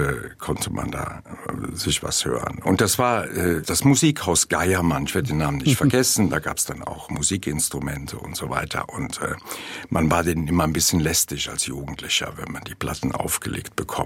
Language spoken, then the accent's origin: German; Mayen, Rhineland-Palatinate, Germany; born or raised there